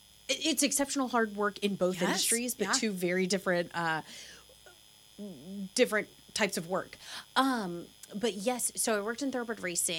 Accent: Woodford County, Kentucky, United States; So born and raised in Woodford, very close.

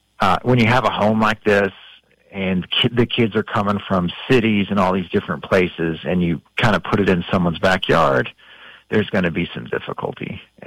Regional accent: Kentucky, United States; moved away; And I loved growing up in Kentucky. I loved where I grew up. I also felt the need to move away.

